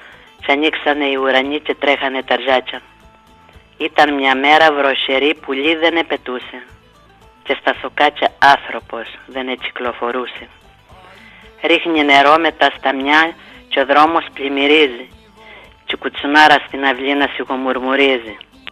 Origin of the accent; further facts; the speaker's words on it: Vorizia, Crete, Greece; Λέω μέρα του Ευαγγελισμού επήγα στα βορίζα.